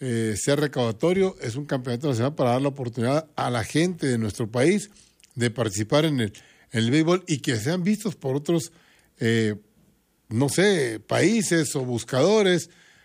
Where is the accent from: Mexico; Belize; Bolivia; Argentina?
Mexico